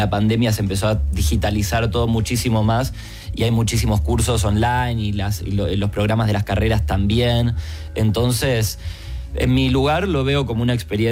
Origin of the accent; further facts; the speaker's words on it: Uruguay; moved away as an adult; now in Spain; yo soy un inmigrante de Uruguay